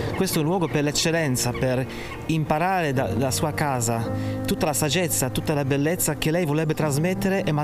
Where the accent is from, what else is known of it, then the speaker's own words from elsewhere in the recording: Poland; Italian is a second language; moved away; io sono polacco